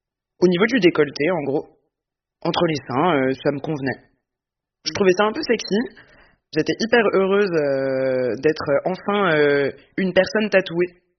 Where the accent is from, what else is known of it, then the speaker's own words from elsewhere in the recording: Auvergne-Rhône-Alpes, France; now in Paris, France; j'habite à Paris et j'ai 31 ans. Je viens de Haute-Savoie.